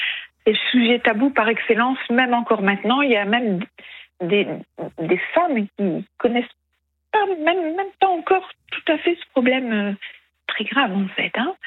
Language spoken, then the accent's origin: French; Hauts-de-France, France; Je suis native du Pas-de-Calais